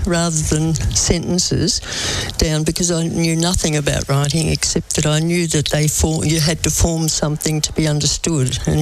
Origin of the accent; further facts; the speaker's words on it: Albury, New South Wales, Australia; born there; I was born in Albury at Chelvey House, which was run by the Mercies on the 1st of the 10th, 1940.